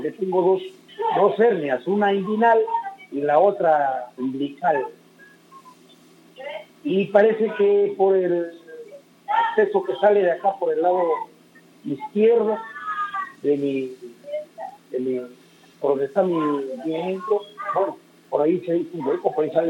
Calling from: Jaén, Cajamarca, Peru; le estoy llamando de Jaén

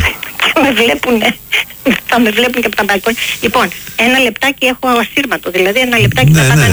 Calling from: Greece

